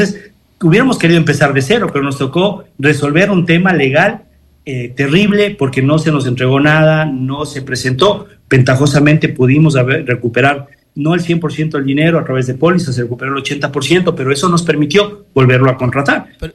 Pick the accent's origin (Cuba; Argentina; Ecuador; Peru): Ecuador; Guaranda, Bolívar; moved away as an adult; now in Quinsaloma, Ecuador; Yo de donde vengo, yo soy guarandeño de nacimiento, estuve en Guaranda hasta que cumplí 19 años y conocí con Quinsaloma y creí en esta tierra y me volví hijo de aquella.